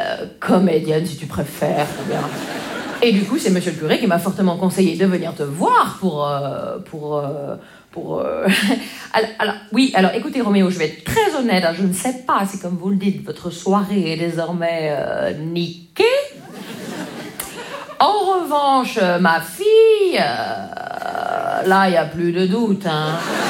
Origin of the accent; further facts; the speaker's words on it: Grand Est, France; Vous savez, moi, je viens des Vosges.